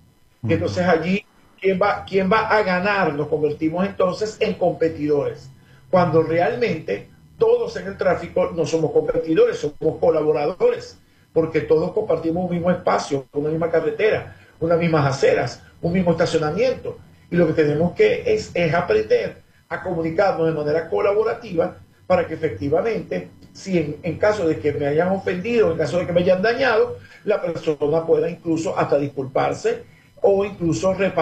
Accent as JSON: {"language": "Spanish", "country": "Venezuela", "said": "si nosotros estamos como venezolanos o culturalmente condicionados a comunicarnos violentamente"}